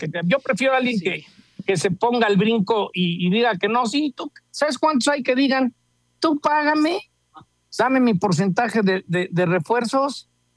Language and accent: Spanish; Mexico; Es vergonzoso como mexicano ver que la publicidad de espectaculares alrededor de la Azteca